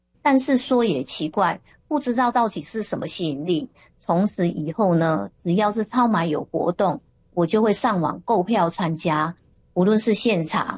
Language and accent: Chinese; Hsinchu, Taiwan